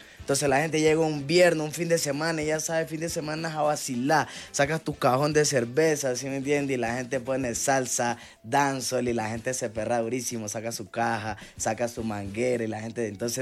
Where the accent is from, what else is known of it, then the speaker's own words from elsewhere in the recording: Esmeraldas, Ecuador; Porque nosotros somos de Esmeralda, de la parte pacífica, o sea, de todo el país, pero la parte pacífica.